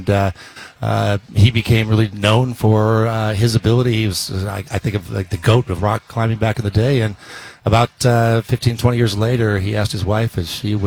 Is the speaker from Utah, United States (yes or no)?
yes; Utah, United States; born and raised in Utah.